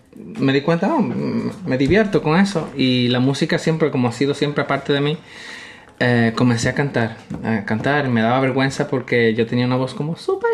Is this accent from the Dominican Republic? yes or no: yes; Dominican Republic; now in Ludwigsburg, Germany; yo soy de República Dominicana, mi gente. Vivo aquí en Stuttgart, bueno, Ludwigsburg.